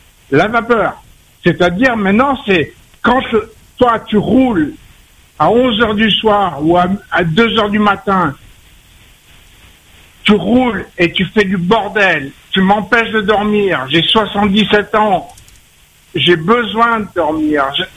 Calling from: Réunion; il y a plus de 30 ans que je suis à La Réunion.

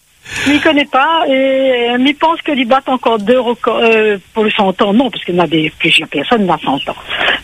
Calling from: Sainte-Anne, Réunion; Moi, j'habite à Sainte-Anne et eux, ils habitent au Moufia.

